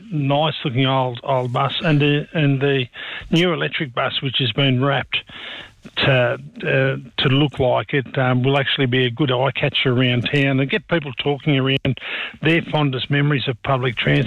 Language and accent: English; New South Wales, Australia; I grew up in the Bill Connon region and went to Canberra High School.